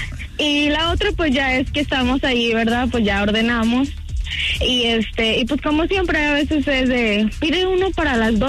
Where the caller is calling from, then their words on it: Inglewood, California, United States; Aquí en Los Ángeles, en Inglewood.